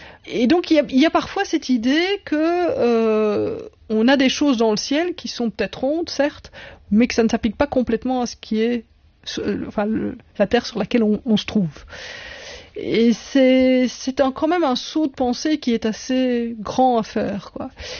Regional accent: France; chez nous, en France

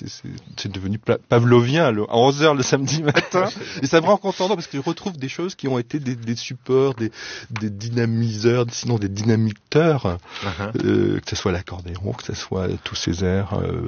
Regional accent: Arles, Provence-Alpes-Côte d'Azur, France

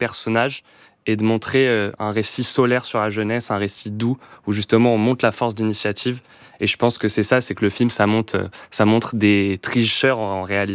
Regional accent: Nantes, Pays de la Loire, France; Alors nous, on vient de Nantes et depuis toujours, on est très attaché à la Bretagne en fait. Non, ce n'est pas en Bretagne, mais nos familles, on a nos grands-parents tous les deux en Bretagne, dans le nord et le sud.

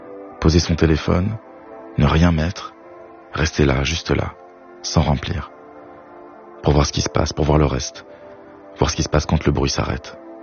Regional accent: Switzerland; L'autre soir, j'étais chez moi, en Suisse, avec ma famille.

